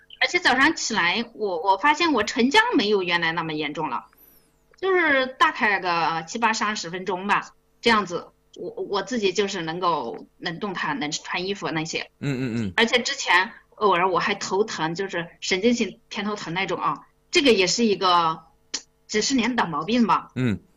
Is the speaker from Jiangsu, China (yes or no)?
no; Hunan, China; 哎，我是湖南的。